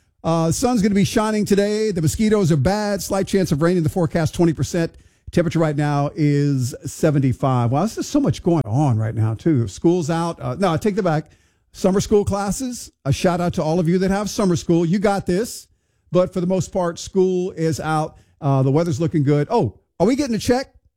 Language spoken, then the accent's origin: English; Texas, United States; And I said, ooh, because I'm from Texas. I'm going to pull for San Antonio.